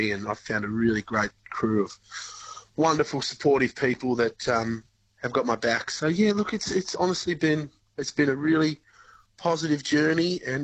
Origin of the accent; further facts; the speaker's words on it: Australia; we've kind of let go of all that now and really just honed into to being Australian, being who we are.